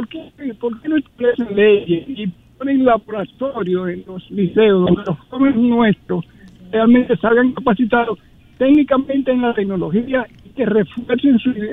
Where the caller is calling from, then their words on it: Dominican Republic